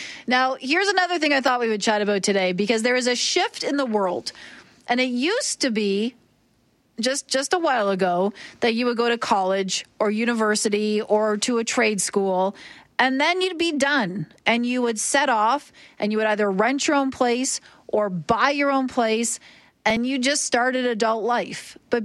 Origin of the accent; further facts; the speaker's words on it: Oshawa, Ontario, Canada; moved away; I grew up in Oshawa, which is outside Toronto.